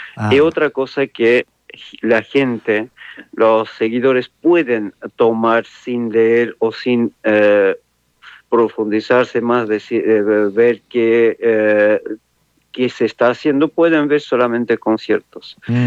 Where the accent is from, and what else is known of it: Armenia; now in Córdoba, Argentina